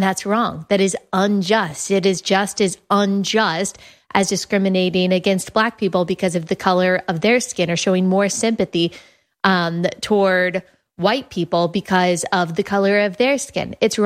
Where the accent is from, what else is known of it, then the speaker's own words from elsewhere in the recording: Dallas, Texas, United States; born and raised in Dallas, Texas, this occurred just minutes away from where I grew up.